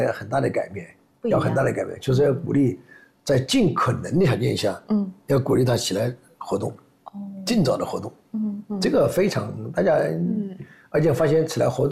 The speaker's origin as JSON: {"language": "Chinese", "country": "China", "said": "这是我们中国人的常态，不知道在忙什么。"}